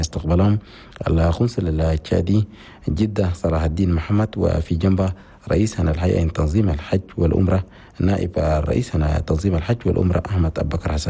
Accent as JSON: {"language": "Arabic", "country": "Chad"}